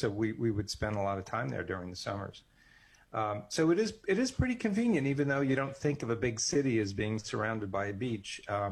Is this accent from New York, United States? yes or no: yes; New York City, New York, United States; I'm a New Yorker. A Manhattanite, sure.